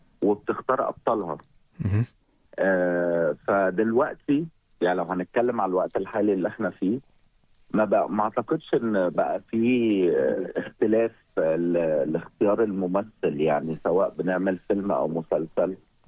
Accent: Egypt; زمان كان عندنا في مصر

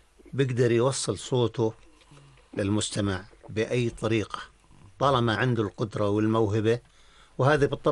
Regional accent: Salt, Balqa Governorate, Jordan; من السلط.

